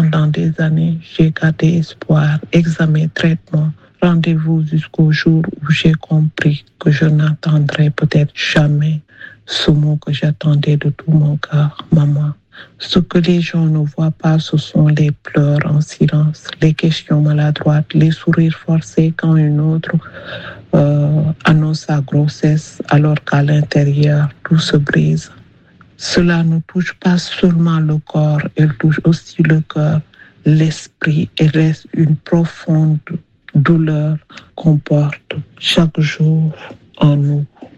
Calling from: Le Vésinet, Île-de-France, France; j'ai 40 ans et j'habite au Vésiné.

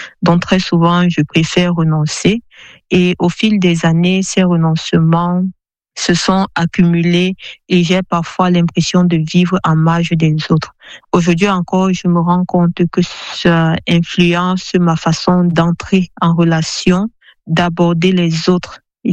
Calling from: Douala, Littoral, Cameroon; j'ai 30 ans et je suis à Douala au Cameroun.

